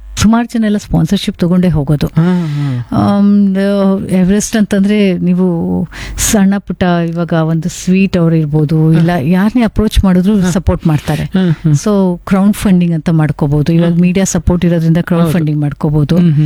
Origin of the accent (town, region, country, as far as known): South India, India